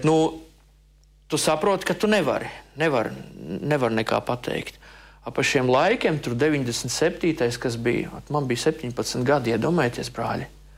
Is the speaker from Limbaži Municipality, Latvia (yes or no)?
yes; Ainaži, Limbaži Municipality, Latvia; Ainežos, es esmu no Ainežiem.